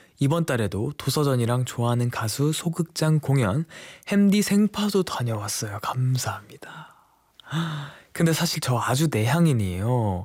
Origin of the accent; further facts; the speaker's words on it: Cheonan, South Chungcheong, South Korea; moved away; 저도 되게 천안이 가끔은 그립습니다. 언젠가 또 제 고향에 갈 수 있는 날이 오기를 바라면서